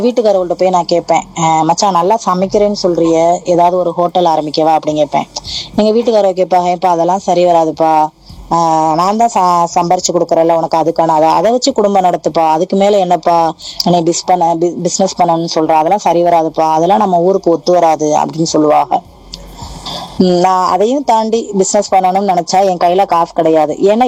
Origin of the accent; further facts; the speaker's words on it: Pamban, Tamil Nadu, India; என்னோட சொந்த ஊர் வந்து பாம்பன்.